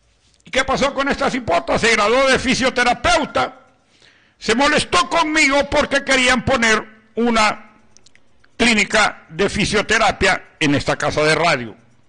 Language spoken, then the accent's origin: Spanish; Honduras; Yo soy hondureño.